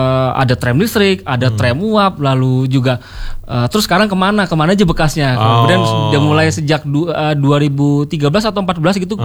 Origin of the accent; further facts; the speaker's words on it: Magelang, Central Java, Indonesia; born there; moved away; Saya pulang ke Magelang.